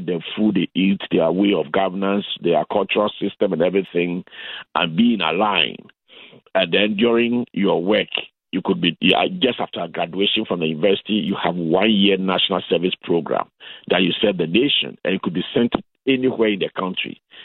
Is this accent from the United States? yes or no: no; Ghana; So for me as a Ghanaian, if I engage you in a conversation, you don't need to tell me you are from the Volta region or you are from the northern savannah